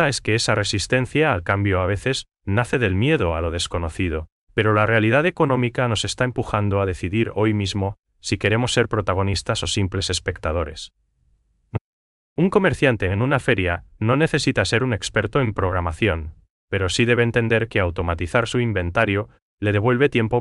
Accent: Paraguay; El desafío real para nosotros como paraguayos

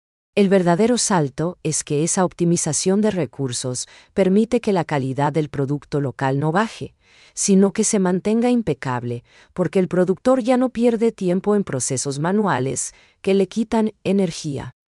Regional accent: Paraguay

